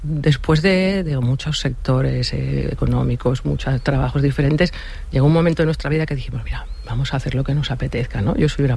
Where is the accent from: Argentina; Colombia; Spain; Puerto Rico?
Spain; Valencian Community; Sí, sí, yo soy la parte valenciana.